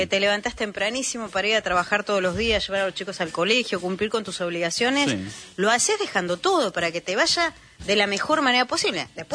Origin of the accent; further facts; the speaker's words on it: Argentina; somos argentinos, somos así, somos esto y tenemos tantas cosas hermosas.